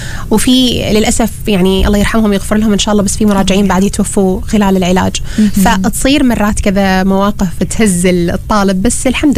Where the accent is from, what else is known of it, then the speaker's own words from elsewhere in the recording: Oman; إحنا عندنا في عمان